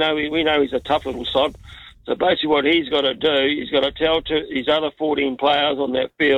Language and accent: English; New Plymouth, Taranaki, New Zealand; Well, I'm from New Plymouth, and I was in Hamilton last weekend as well